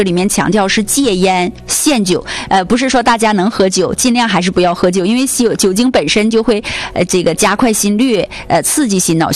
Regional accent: Northeast China, China; 尤其是咱们东北人比较热情

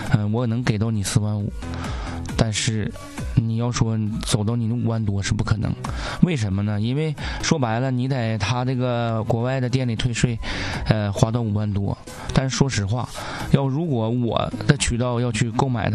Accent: Northeast China, China; accent: Northeastern dialect; 用咱们东北话

